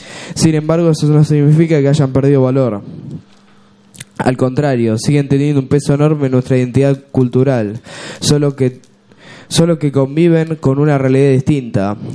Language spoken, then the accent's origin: Spanish; Buenos Aires, Argentina; Soy porteño, con raíces correntinas, y eso lo llevo muy bien, porque forma parte de mi historia y de mi identidad.